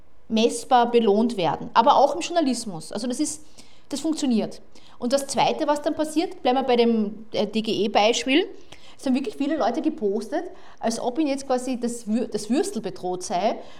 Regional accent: Graz, Styria, Austria; Ich komme aus Graz ursprünglich, wenn ich im Zug sitze und durch Zufall sitzt eine andere Frau aus Graz neben mir, dann sind wir die Grazerinnen

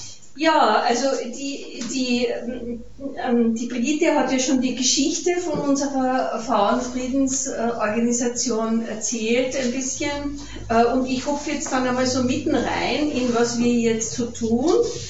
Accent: Carinthia, Austria; now in Vienna, Austria; Ich lebe in Wien, wie die Judy schon gesagt hat, aber ich bin keine Wienerin, ich bin eine Kärntnerin, komme aus einer Stadtbezirkshauptstadt, die ungefähr so groß ist wie Ried, aber zum Beispiel kein Gefängnis hat

